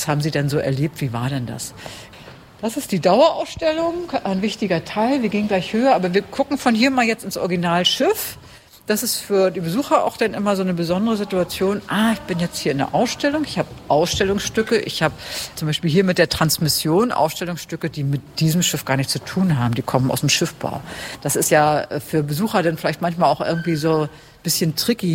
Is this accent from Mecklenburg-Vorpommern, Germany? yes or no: yes; Barth, Mecklenburg-Vorpommern, Germany; now in Rostock, Germany; ich stamme gar nicht aus Rostock, aus Barth.